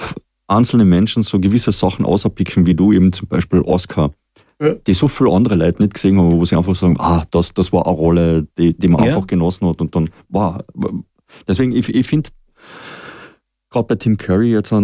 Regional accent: Frankfurt, Hesse, Germany; Aber eben Rocky Horror Show, Picture Show, natürlich als Frankfurter

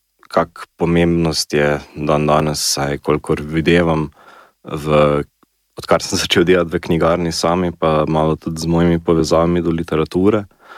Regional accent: Slovenia; now in Klagenfurt, Austria; Ich bin aus Slowenien. Meine Familie ist direkt an der Grenze zu Kroatien

